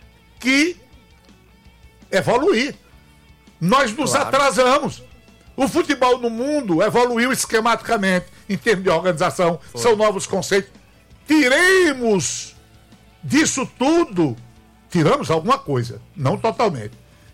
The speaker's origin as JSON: {"language": "Portuguese", "country": "Brazil", "said": "eu sou brasileiro"}